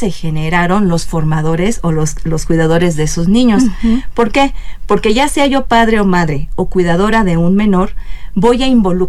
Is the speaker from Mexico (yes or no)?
yes; Mexico